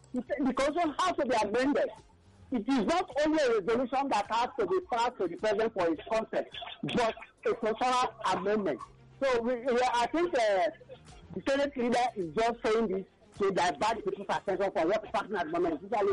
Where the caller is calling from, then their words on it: Abuja, Federal Capital Territory, Nigeria; I'm calling from Abuja, Kofi.